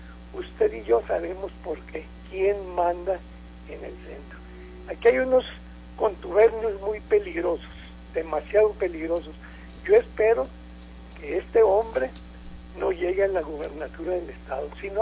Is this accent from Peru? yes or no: no; Veracruz, Mexico; now in Ciudad Juárez, Mexico; Tengo 20 años ya viviendo aquí en Ciudad Juárez. Vengo procedente del puerto de Veracruz.